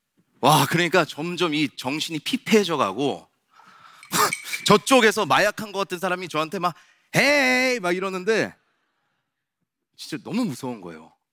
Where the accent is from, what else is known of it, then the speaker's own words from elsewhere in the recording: South Korea; 저는 대한민국에서 태어나서 한국에서 쭉 살아온 그냥 토종 한국인입니다.